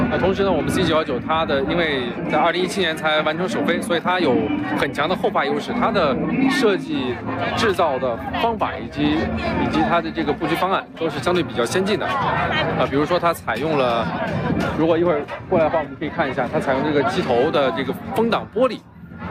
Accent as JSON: {"language": "Chinese", "country": "China", "said": "我们中国人"}